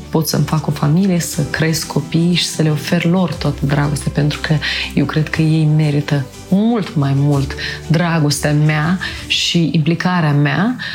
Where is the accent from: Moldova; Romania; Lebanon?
Moldova; born or raised there